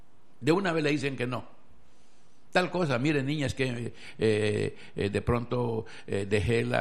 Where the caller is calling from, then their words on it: Buenaventura, Valle del Cauca, Colombia; yo no vivo aquí en Buga, yo vivo en Buenaventura